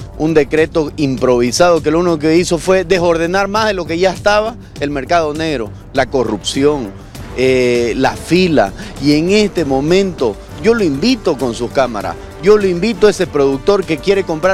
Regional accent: Santa Cruz, Bolivia; para que nosotros como cruceños veamos qué camino vamos a tomar

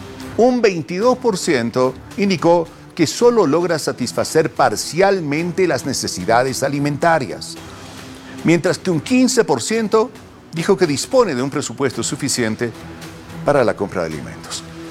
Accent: Bolivia; Hemos perdido como 40 bolivianos en los 2 últimos años en este país.

